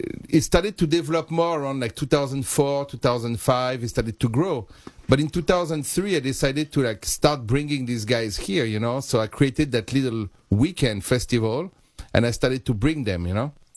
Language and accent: English; Fontainebleau, Île-de-France, France; moved away as an adult; now in New York City, United States; I grew up in Fontainebleau, and Fontainebleau is like where … was based.